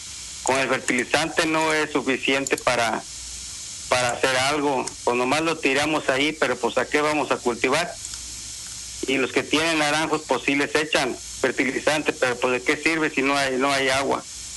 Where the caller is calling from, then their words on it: Güémez, Tamaulipas, Mexico; Del ejido La Parrita de Güemes.